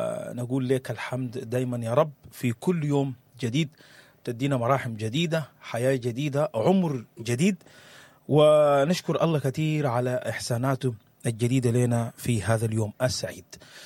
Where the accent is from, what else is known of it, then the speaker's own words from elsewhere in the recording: Sudan; السودانيين بنحب الكلمة